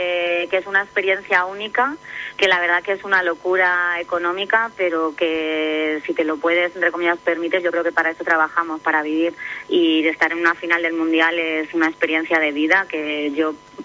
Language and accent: Spanish; Spain; Bueno, pues que me da igual, que somos todos españoles y que lo que tiene que ganar es la selección española.